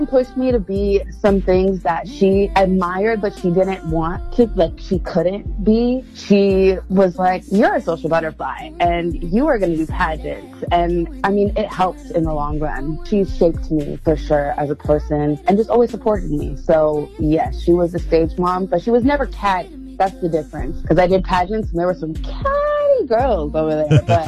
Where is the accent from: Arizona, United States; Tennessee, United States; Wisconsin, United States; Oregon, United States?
Arizona, United States; Phoenix; now in Los Angeles, United States; Originally, I'm from South Phoenix, but I've been living in LA for 12 years.